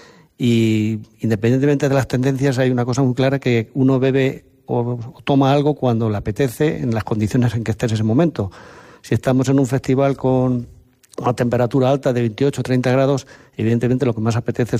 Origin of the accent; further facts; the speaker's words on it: La Roda, Castilla-La Mancha, Spain; yo soy de La Roda y trabajo aquí en La Roda